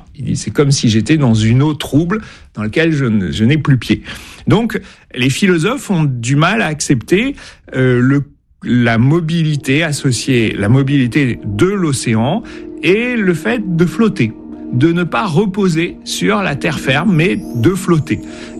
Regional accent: Landes, Nouvelle-Aquitaine, France; j'ai grandi dans les Landes

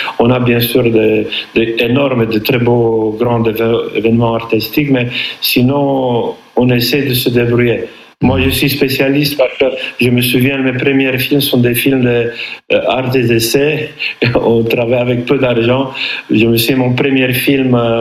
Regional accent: Săcele, Brașov County, Romania; French is a second language; Moi, je suis vraiment un enfant de la montagne. J'habite à Brașov, à Săcele. C'est un territoire d'une beauté extraordinaire à côté du Brașov, Săcele. On a tous les montagnes autour de nous, Ciucaș, Piatra Mare. J'ai grandi dans les montagnes.

